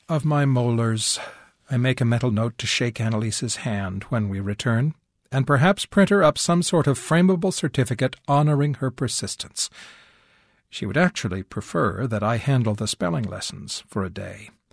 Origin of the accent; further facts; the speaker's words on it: New Auburn, Wisconsin, United States; my hometown of New Auburn, Wisconsin